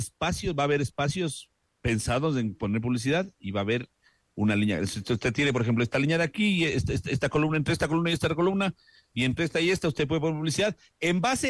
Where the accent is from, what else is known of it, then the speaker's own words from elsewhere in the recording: Quito, Pichincha, Ecuador; yo como quiteño sí quisiera que se vea mejor esa esquina